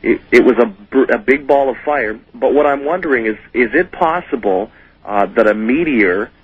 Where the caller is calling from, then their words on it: Winnipeg, Manitoba, Canada; I'm calling from Winnipeg, Canada here.